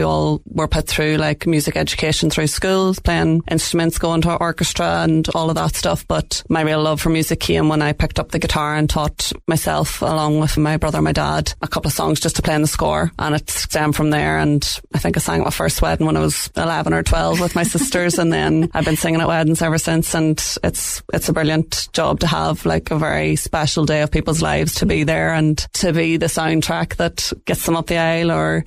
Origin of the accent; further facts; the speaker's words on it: Tyrone, Northern Ireland, United Kingdom; moved away as an adult; also born or lived in Australia; now in Ennis, Ireland; my husband is from Clare, so we moved down to Clare after trying out the north for a wee while. But yeah, I'm from Tyrone originally, but Ennis is my home now, and it's a really lovely place to be.